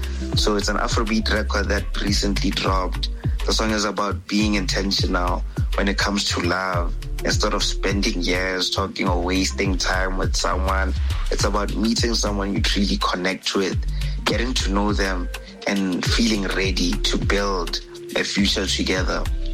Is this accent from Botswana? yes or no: yes; Botswana; I'm a Zimbabwean artist who was born and raised in Botswana.